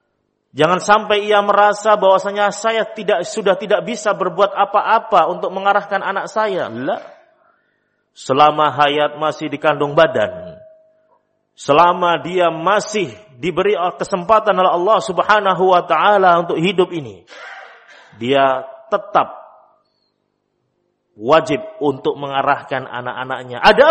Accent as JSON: {"language": "Indonesian", "region": "Java", "country": "Indonesia", "said": "Kalau dalam istilah kita orang Jawa, ojo kalah karo arek, ya."}